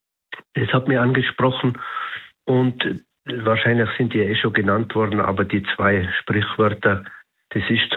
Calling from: Tyrol, Austria; ich bin aus Tirol hier

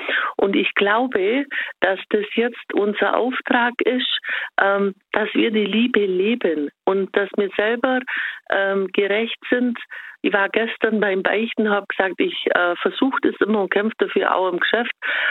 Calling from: Bavaria, Germany; Ich bin aus Bayern, Deutschland.

